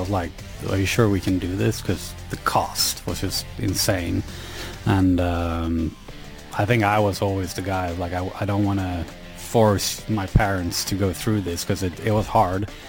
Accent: Sweden; English is a second language; It was more like small companies where I grew up in Sweden that, you know, chipped in here and there.

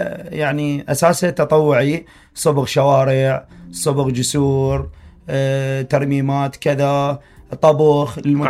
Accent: Iraq; ما دام انا عراقي وجاي اشتغل البلدي، ها، والمحافظه محافظه بابل

